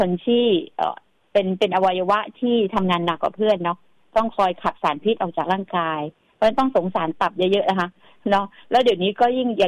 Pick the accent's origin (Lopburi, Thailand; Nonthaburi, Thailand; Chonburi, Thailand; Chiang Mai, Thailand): Chiang Mai, Thailand; now in Bangkok, Thailand; แต่เราก็จะใช้ชีวิตอยู่กรุงเทพเนาะทั้งที่บ้านอยู่เชียงใหม่ก็ไปมาอะไรเงี้ยแต่เราก็อยู่กรุงเทพ